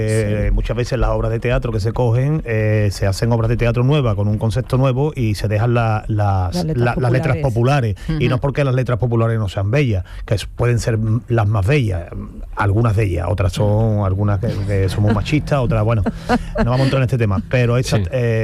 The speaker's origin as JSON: {"language": "Spanish", "town": "Seville", "region": "Andalusia", "country": "Spain", "said": "Yo soy muy autóctono de mi tierra. Entonces, bueno, yo estoy muy contento de volver a Sevilla porque ahora estoy como más confortable, sí."}